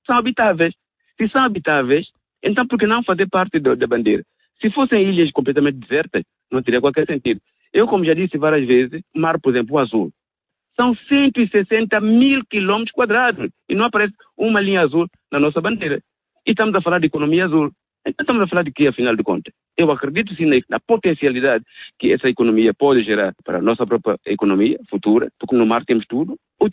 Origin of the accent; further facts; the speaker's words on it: São Tomé & Príncipe; continuamos a ser santomenses na mesma